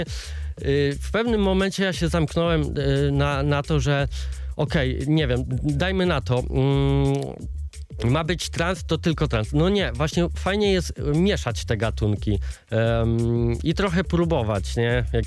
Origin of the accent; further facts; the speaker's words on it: Tomaszowice, Lublin Voivodeship, Poland; now in Lublin, Poland; wychowałem się na małej wsi TWE Tomaszowice